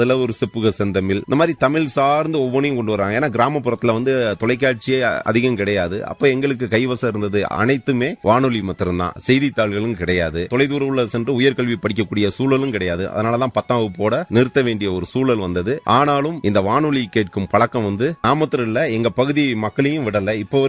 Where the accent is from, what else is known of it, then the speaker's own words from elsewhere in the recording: Pethuparai, Tamil Nadu, India; எனக்கு அகவை 45, பிறந்தது முதற்கொண்டு பேத்துப்பாறை தான். அதனால நான் எங்கிருந்தும் வரல, இங்கேயே பிறந்து இங்கேயே வாழ்ந்துகிட்டு.